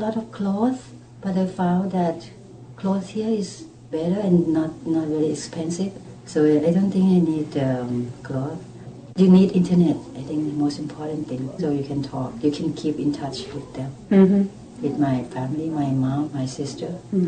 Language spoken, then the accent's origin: English; Thailand; English is a second language; moved away as an adult; now in Canada; I'm from Thailand.